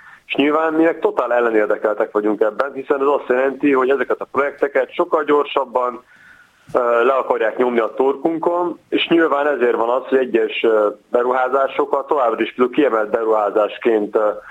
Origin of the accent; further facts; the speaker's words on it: Óbuda, Budapest, Hungary; én is ugye részben óbudai vagyok